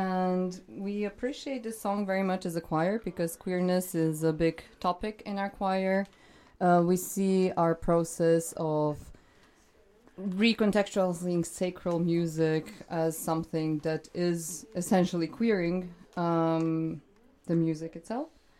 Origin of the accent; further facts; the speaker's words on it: Serbia; now in Vienna, Austria; So I'm personally from Serbia, and I 12 years before I joined this choir, I sang in another choir, which was my high school choir.